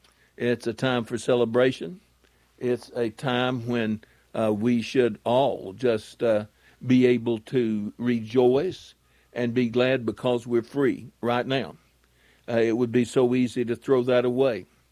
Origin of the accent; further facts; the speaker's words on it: United States; I am an American, an American citizen, that I was fortunate enough to be born in this country and to be brought up with an idea of law and order, and that Christian faith was the most important thing in anyone's life.